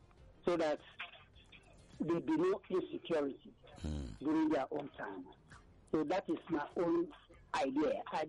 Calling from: Abuja, Federal Capital Territory, Nigeria; I'm calling from Abanja, Kaki.

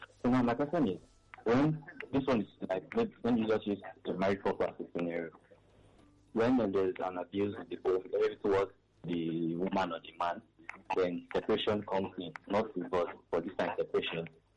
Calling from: Lagos, Nigeria; again, calling from Lagos State.

